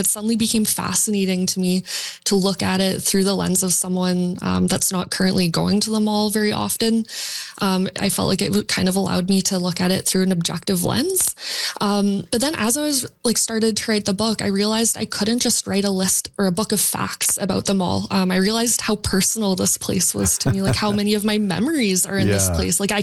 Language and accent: English; Edmonton, Alberta, Canada; moved away as an adult; also born or lived in Vancouver; And then through introducing myself to people, I would say that I'm from Edmonton and kind of seemed like the only thing that people knew about where I came from was this big mall.